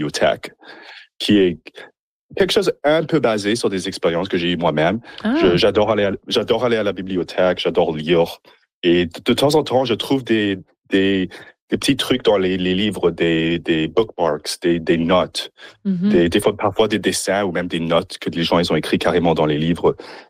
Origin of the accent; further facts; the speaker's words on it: Nipawin, Saskatchewan, Canada; moved away; Je suis originaire de l'Ipawin. Je suis même à l'Ipawin tout de suite là, chez mes parents.